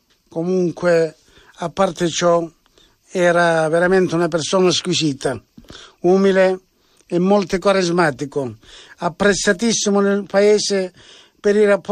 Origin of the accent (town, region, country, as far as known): Soverato, Calabria, Italy; born or raised there